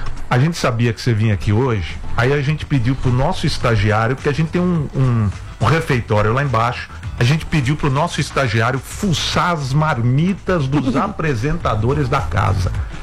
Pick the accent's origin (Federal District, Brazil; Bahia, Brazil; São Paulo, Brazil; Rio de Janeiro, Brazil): Rio de Janeiro, Brazil; Eu sou da Zona Norte, da Tijuca.